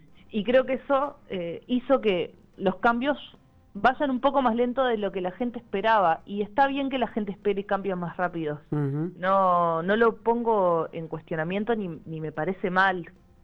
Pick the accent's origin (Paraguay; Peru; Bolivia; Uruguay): Uruguay; Fray Bentos, Río Negro; yo soy de Fray Bentos, entonces lo tengo el interior presente